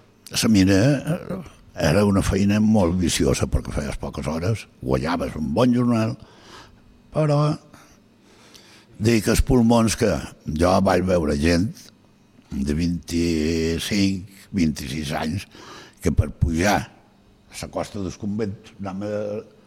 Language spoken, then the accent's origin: Catalan; Galicia, Spain; Catalan is a second language; jo la mala vaig veure per primera vegada quan vaig venir aquí, perquè jo som del centre de Galícia. I clar, no teníem mar, no teníem res.